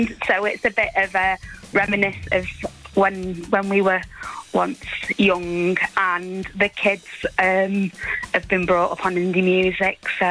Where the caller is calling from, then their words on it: Northwich, North West England, United Kingdom; So we're from Northwich in Cheshire.